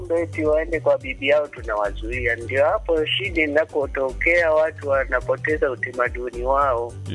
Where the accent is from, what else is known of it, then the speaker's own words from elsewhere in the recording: Tanzania; kwa mfano mimi nimeoa Mjita, mimi ni Msukuma.